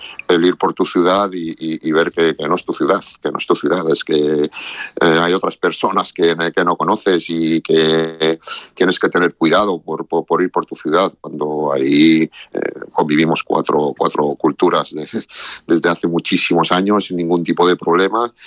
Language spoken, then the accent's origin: Spanish; Ceuta, Spain; y nos lo estamos comiendo los ceutíes y no nos lo merecemos. Nosotros somos tan españoles como cualquiera en la península.